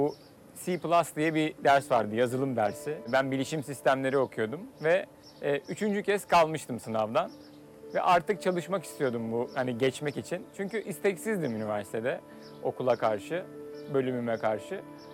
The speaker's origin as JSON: {"language": "Turkish", "town": "Izmir", "region": "İzmir", "country": "Turkey", "tie": "born or raised there", "also_born_or_lived": "Italy", "moved": "as an adult", "lives_now": "Urla, Turkey", "said": "İzmir'de doğdum, büyüdüm, İzmirliyim. Kendi köklerime dönmek istedim açıkçası."}